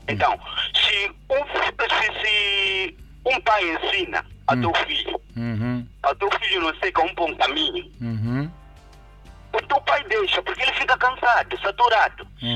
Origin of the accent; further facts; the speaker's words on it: Gilé district, Zambezia, Mozambique; eu sou da Zambésia, do distrito de Gelé